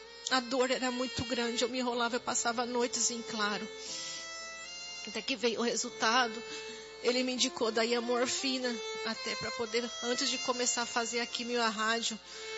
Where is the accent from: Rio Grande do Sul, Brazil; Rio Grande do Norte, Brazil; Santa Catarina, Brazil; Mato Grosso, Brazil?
Santa Catarina, Brazil; Joinville; eu sou de Joinville, Santa Catarina.